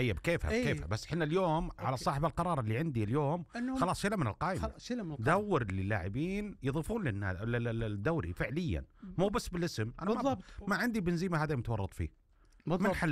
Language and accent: Arabic; Saudi Arabia; أنا كسعودي